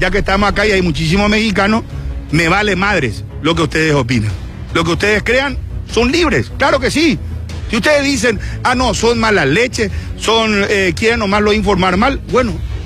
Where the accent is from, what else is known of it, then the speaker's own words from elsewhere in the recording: Paraguay; Como paraguayo, como compatriota